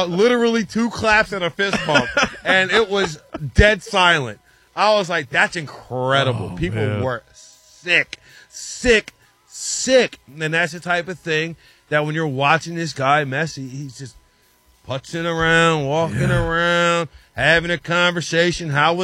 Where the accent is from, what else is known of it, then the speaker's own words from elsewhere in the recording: United States; I am comfortable enough in myself as an American